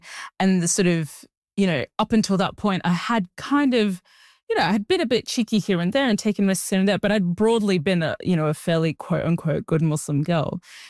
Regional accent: Australia; also born or lived in Sudan; I was born in Sudan. I was raised in Australia.

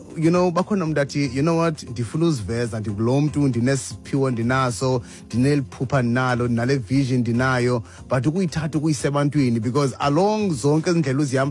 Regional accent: Cape Town, Western Cape, South Africa; I'm from. I'm from Cape Town.

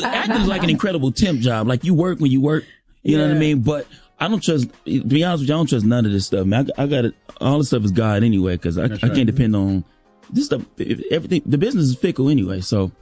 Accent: Los Angeles, California, United States; LA. I'm from South Central LA.

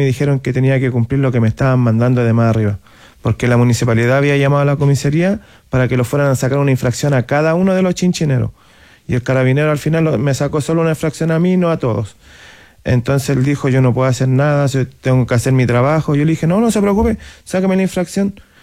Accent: Chile; si fuera por la gente de acá, ustedes no estarían en el país. O sea, como diciendo que incluso no somos chilenos.

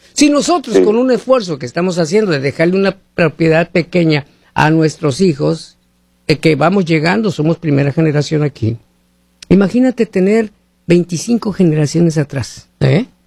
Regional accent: Hermosillo, Sonora, Mexico; now in United States; allá en mi tierra, en Hermosillo, Sonora, México

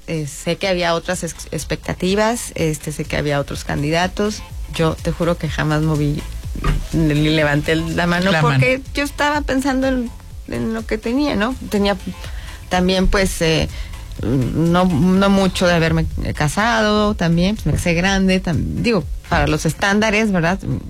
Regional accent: Torreón, Coahuila, Mexico; moved away as an adult; now in Saltillo, Mexico; me quedé aquí. Estoy muy feliz en Saltillo. Amo mi tierra, pero estoy muy feliz en Saltillo.

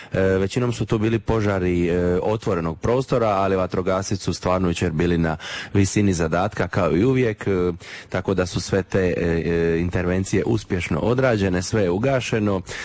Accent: Dalmatia, Croatia

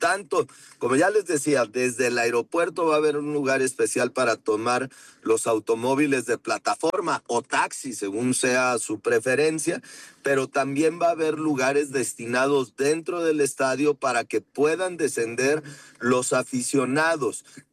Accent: Jalisco, Mexico; Jaliscienses, aunque allá en la Ciudad de México nos dicen jalisquillos, pero somos jaliscienses.

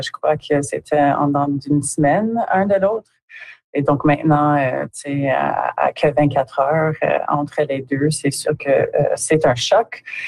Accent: Timmins, Ontario, Canada; vous avez mentionné que je suis originaire de Timmins, puis je dirais que dans mon enfance, on pouvait les nommer, disons.

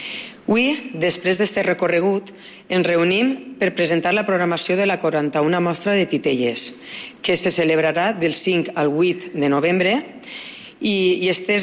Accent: Ràfol de Salem, Valencian Community, Spain; el meu poble, al Ràfol de Salem, un municipi que avui ens acull

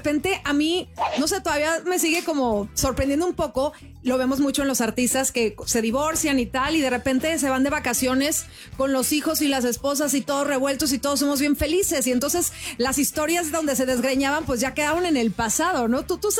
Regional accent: Mexico; nosotras como latinas y mexicanas

